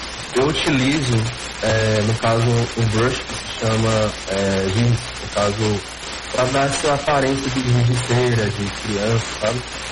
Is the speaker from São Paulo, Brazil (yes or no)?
no; Fortaleza, Ceará, Brazil; Eu sou de Fortaleza, Ceará, nasci aqui, criado aqui, ainda resido aqui. Por eu ter morado e vivido aqui, as coisas foram difíceis